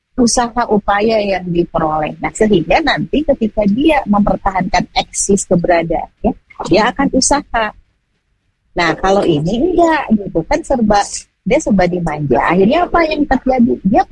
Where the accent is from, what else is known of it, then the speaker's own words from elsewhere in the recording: West Java, Indonesia; Nah ini banyak terutama di culture Sunda, karena saya kan orang Sunda tuh Kang Hanif.